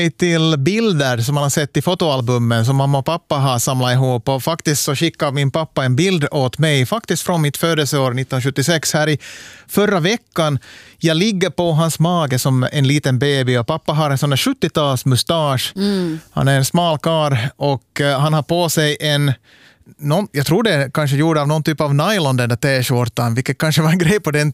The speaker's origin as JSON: {"language": "Swedish", "town": "Smedsby", "region": "Ostrobothnia", "country": "Finland", "tie": "born or raised there", "said": "jag bodde ju i min ungdom i Smedsby, Korsholm, där utanför Vasa."}